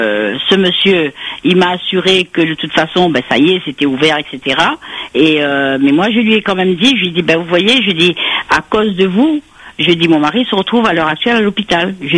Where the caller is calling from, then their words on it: Réunion, France; On est à Moka, on est au chemin Moka